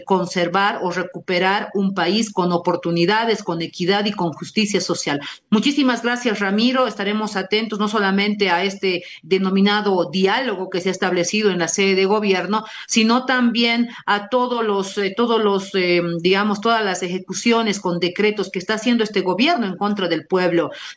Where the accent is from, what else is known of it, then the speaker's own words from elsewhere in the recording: Bolivia; como bolivianos, como dueños de este territorio.